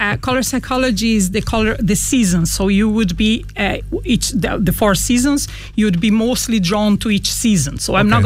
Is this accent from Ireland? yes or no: yes; Leinster, Ireland; now in Galway, Ireland; Well, I live in Galway for the last 5 years and I came from Westmead before